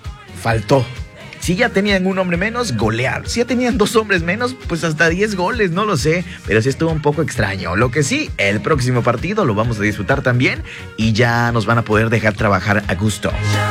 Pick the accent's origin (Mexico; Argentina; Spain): Mexico; lo apasionado que somos como mexicanos